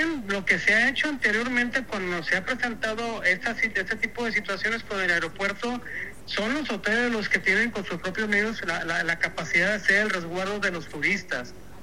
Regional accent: Jalisco, Mexico; pues yo soy del estado de Jalisco

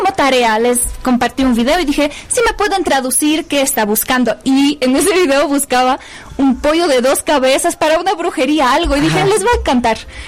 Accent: Wrocław, Lower Silesian Voivodeship, Poland; Soy de Wrocław, que es en el sur de Polonia.

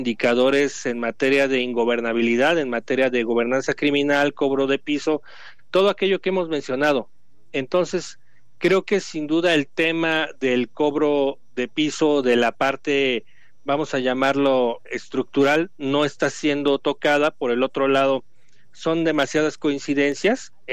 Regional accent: Michoacán, Mexico; los que somos de Michoacán

